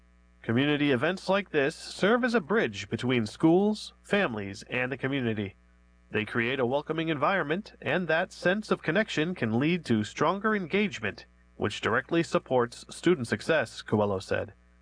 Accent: Chicopee, Massachusetts, United States; But growing up in Chicopee, going back down to Willimantic, it was kind of rough back then.

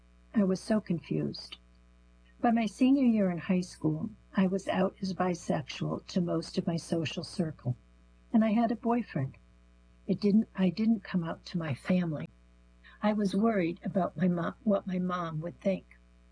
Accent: Columbia, Missouri, United States; born or raised there

